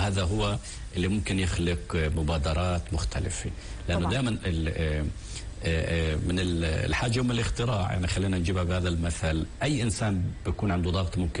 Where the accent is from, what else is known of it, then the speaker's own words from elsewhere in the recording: Palestine; قديش إحنا كفلسطينيين ممكن أنه نقتنص ونستفيد من هذا الموضوع؟